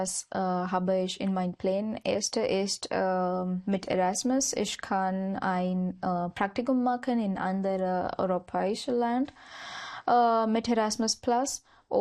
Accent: Maharashtra, India; first language Marathi; German is a second language; So meine Muttersprache kommt aus Sanskrit. Meine Muttersprache ist Marathi.

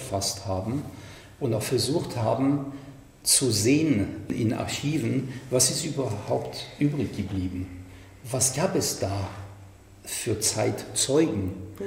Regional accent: France

